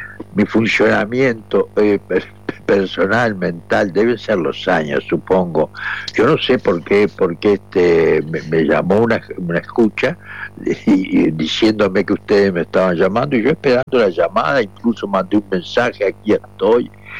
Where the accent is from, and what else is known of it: Uruguay